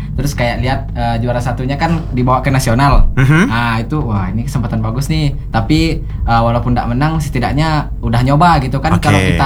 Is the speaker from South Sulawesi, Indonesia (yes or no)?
no; Sambas, West Kalimantan, Indonesia; orang Sambas asli.